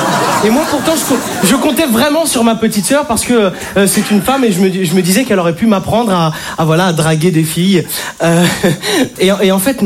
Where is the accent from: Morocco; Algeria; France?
Algeria; mais quelque part je suis algérien.